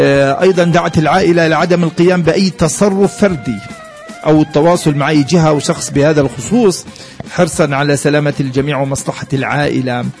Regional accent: Palestine

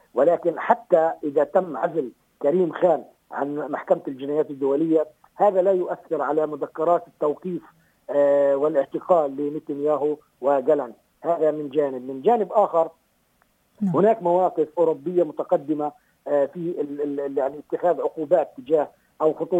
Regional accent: Palestine; يجب علينا كفلسطينيين

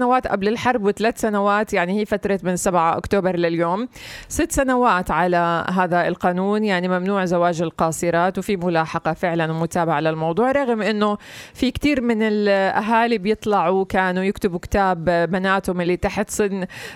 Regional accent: Palestine; احنا عنا كفلسطينيين بدنا شوية هدوء شوية استقرار

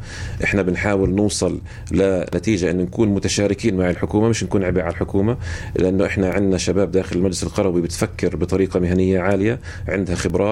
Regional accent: Beitin, Ramallah and al-Bireh Governorate, Palestine; إحنا عندنا في بيتين

